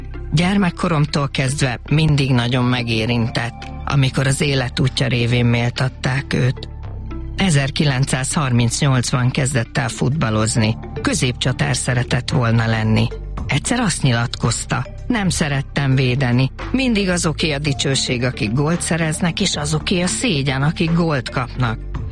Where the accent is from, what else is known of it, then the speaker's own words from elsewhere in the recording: Hungary; Mindig azt mondta nekem, legyek büszke arra, hogy magyar vagyok, és én nagyon büszke vagyok a magyarságomra.